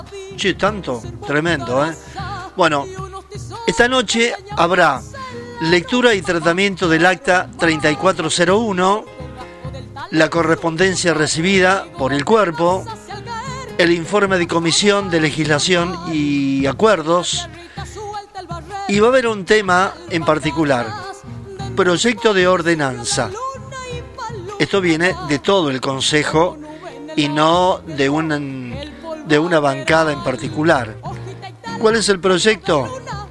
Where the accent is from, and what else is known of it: Argentina